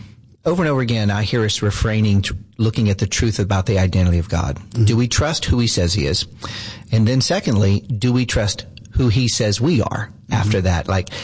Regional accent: the South, United States; Since I've been very young, I grew up in the South.

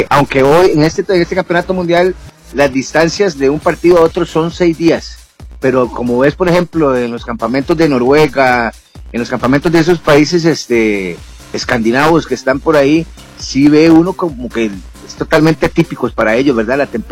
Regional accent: Costa Rica; nosotros como costarricenses lo vivimos

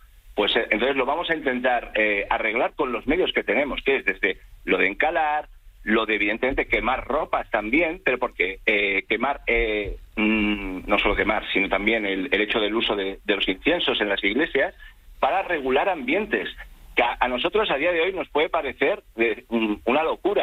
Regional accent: Madrid, Community of Madrid, Spain; yo como madrileño lo digo

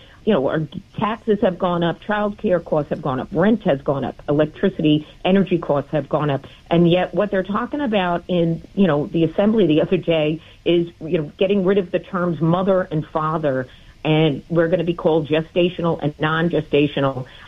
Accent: Queens, New York, United States; now in Nassau, United States; I'm from Queens originally, so I'm very familiar with all the boroughs. I was raised there, went to high school there.

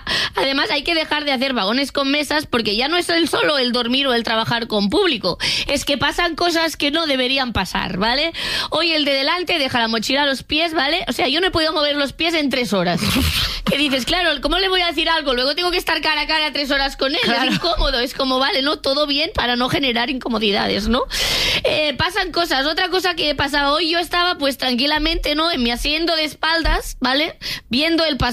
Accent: Catalonia, Spain; O sea, aparte que como modelo de negocio funciona mal porque tiene la mitad de asientos y como persona catalana esto me

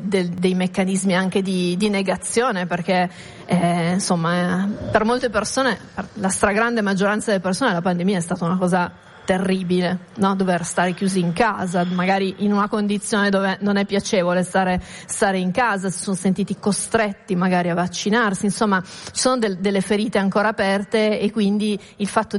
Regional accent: Turin, Piedmont, Italy; Tra l'altro io sono di Torino e Stamina nasce a Torino da Vannoni.

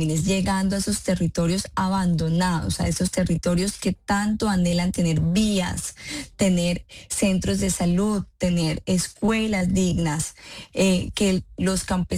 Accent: Norte de Santander, Colombia; Una alerta que nos preocupa, que nos entristece como norte santandereanos.

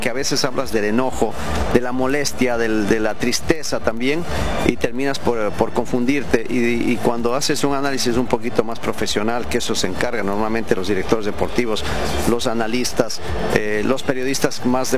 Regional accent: Ecuador; Como ecuatoriano diría que me encanta, pero no es así.

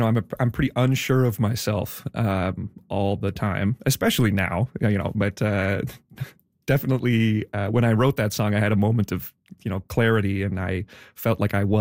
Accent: Wolfville, Nova Scotia, Canada; I grew up in Wolfville, very kind of artsy-fartsy musical town.

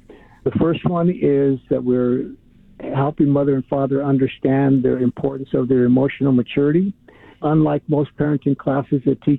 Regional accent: Los Angeles, California, United States; But even myself, when I grew up, and I grew up in Northeast LA, which is, you know, there's known for violence and gangs and drugs and things like that.

